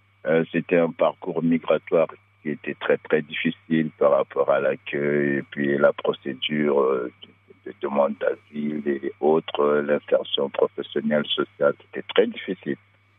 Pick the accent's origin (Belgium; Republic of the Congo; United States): Republic of the Congo; now in Châteauroux, France; Moi, je suis du Congo-Brazzaville.